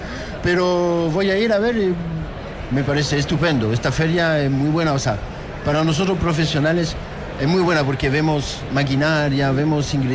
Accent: France; now in Chile

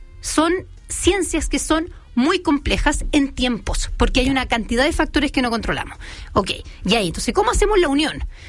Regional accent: Chile; Y ahí, hoy día, como chileno, hace poquito, salió también la ley de transferencia tecnológica

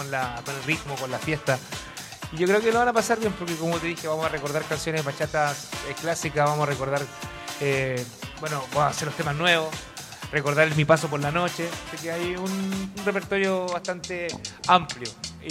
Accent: Sweden; como te dije, soy de afuera, soy de Suecia.

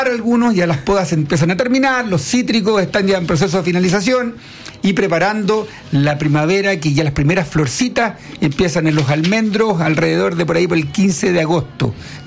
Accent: Huelquén, Santiago Metropolitan Region, Chile; born there; Me siento en Huelquén, mi pueblo natal.

